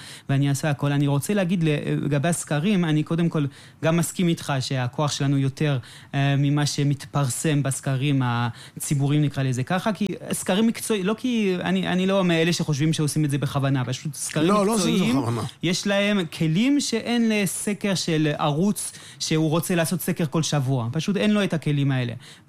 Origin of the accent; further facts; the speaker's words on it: Canada; now in Israel; אני כקנדי דובר גם צרפתית וגם דובר אנגלית.